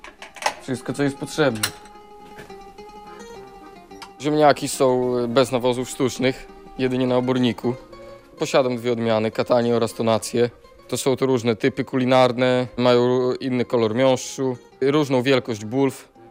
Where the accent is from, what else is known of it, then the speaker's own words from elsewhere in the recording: Podlaskie Voivodeship, Poland; U nas na Podlasiu